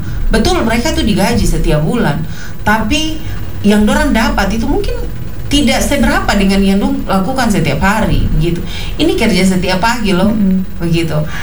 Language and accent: Indonesian; Fakfak, West Papua, Indonesia; kita warga Kota Fakfak